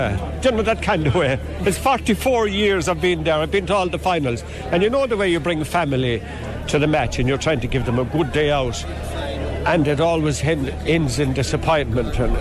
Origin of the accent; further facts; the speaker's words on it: Glenflesk, Munster, Ireland; moved away as an adult; now in Mayo, Ireland; I'm from Glenflesk near Killarney in County Kerry, but I've spent the last 44 years in Mayo